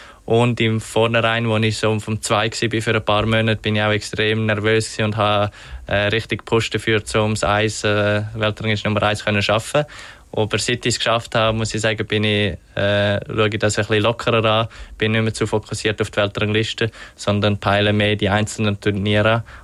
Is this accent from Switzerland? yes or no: yes; Switzerland; Weil als Schweizer hat man natürlich, als junger Schweizer hat man eher mal eine Gelegenheit, um zum Beispiel in St. Gallen oder in Genf an den Start zu gehen.